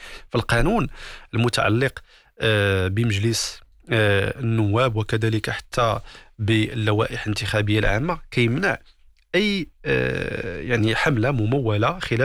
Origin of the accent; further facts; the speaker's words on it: Morocco; تقريبا العدد ديال صناع المحتوى اللي عندنا في المغرب، راه كثير